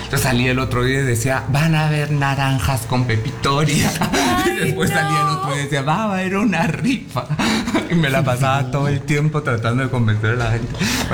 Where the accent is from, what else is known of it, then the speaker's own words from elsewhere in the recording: Guatemala; yo soy guatemalteco